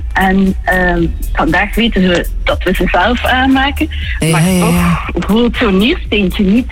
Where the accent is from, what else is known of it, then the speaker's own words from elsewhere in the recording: Ghent, Flanders, Belgium; En als echte Gentenaar hoef je daar niet altijd te